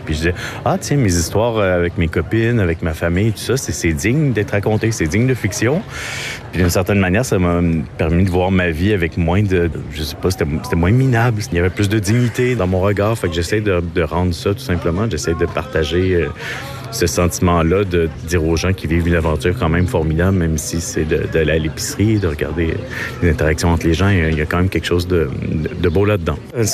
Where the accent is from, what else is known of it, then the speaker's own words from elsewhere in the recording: Île d'Orléans, Quebec, Canada; now in Montreal, Canada; je suis auteur de bande dessinée, je suis originaire de l'île d'Orléans, j'habite à Montréal maintenant.